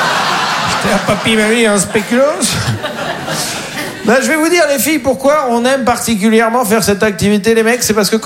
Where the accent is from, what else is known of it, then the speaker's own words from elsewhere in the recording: Caen, Normandy, France; Et moi, je viens de Caen, en Normandie. Et souvent, on connaît pas à côté de chez soi. Donc, moi, j'ai décidé de commencer par découvrir la Normandie.